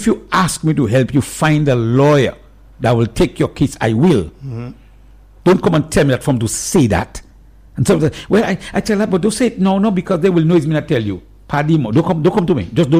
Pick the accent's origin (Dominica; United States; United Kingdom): Dominica; born there; I was born of parents in Dominica. I was born in Dominica. I have a legal right to be here.